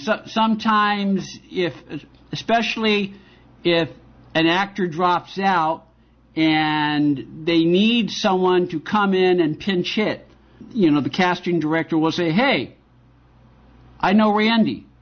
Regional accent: San Francisco, California, United States; I grew up in San Francisco.

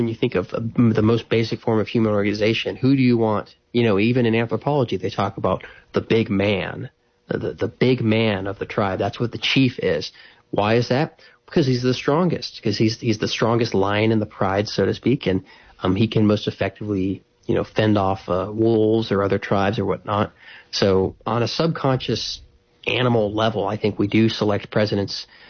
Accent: Appalachia, United States; I come from Appalachia originally in my roots. And so I have a lot of love for these people.

